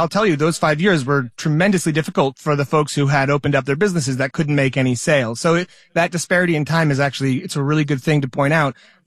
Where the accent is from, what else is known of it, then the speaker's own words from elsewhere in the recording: Rhode Island, United States; I'm from Rhode Island. My family's from here.